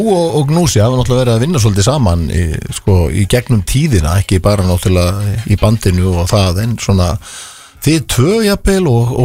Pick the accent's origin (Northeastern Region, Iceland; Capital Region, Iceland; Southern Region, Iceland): Capital Region, Iceland; Reykjavík; ég náttúrulega er alinn upp í Fellaskóla